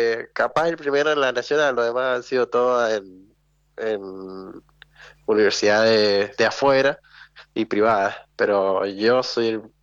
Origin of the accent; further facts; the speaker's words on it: San Juan, Argentina; also born or lived in Córdoba; Sí, capaz, capaz, es que no tengo mucho acento porque no viví siempre acá en San Juan, pero sí